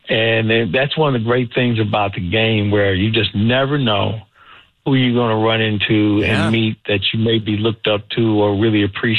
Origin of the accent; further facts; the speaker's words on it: St. Louis, Missouri, United States; because I grew up in St. Louis, and I had the chance to listen to Harry Carey and Jack Buck and Mike Shannon and John Rooney